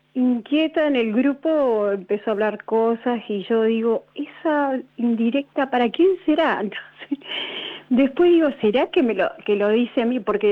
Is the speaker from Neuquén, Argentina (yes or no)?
yes; Neuquén, Argentina; Bien, de acá, Neuquén.